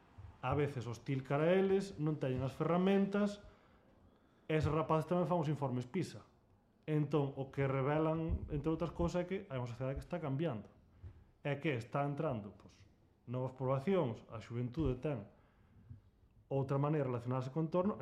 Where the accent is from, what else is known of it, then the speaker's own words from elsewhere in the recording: Laxe, Galicia, Spain; Eu son de Laxe.